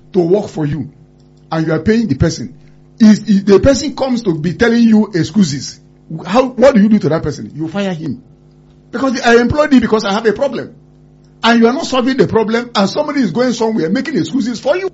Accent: Nigeria; I love Nigeria, Tolu. I'm a Nigerian.

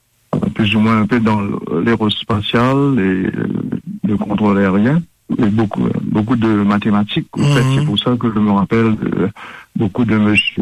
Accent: Quatre Bornes, Plaines Wilhems, Mauritius; moved away as an adult; now in Australia; Ah oui, donc je suis né à Quatre-Bons. Effectivement, j'ai fait mes études primaires à l'école Saint-Enfant-Jésus à Rosil et mes études secondaires au Collège Royal de 1960 à 1967.

